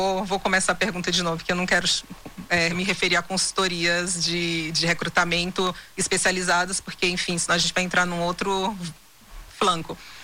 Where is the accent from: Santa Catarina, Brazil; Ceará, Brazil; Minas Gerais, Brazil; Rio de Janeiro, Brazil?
Ceará, Brazil; porque eu fiz Federal do Ceará, né? Eu sou do Ceará.